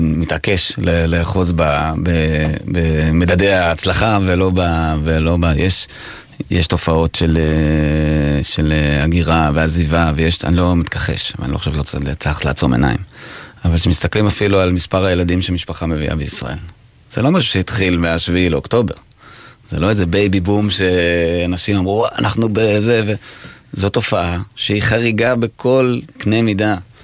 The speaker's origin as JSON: {"language": "Hebrew", "town": "Tel Aviv", "region": "Tel Aviv District", "country": "Israel", "tie": "born there", "also_born_or_lived": "Samaria / Hebron Hills", "moved": "yes", "said": "אני גדלתי ברמת אביב. נולדתי ברמת אביב, אבא שלי היה איש צבא, אדם לא דתי דרך אגב. משם עברנו לשומרון, וזה הלך והידרדר, הגעתי להר חברון בסופו של דבר."}